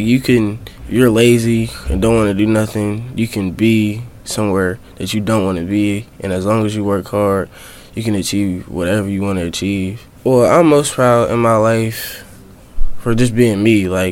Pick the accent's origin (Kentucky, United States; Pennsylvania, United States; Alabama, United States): Pennsylvania, United States; Pittsburgh; born there; I was born in Pittsburgh, PA.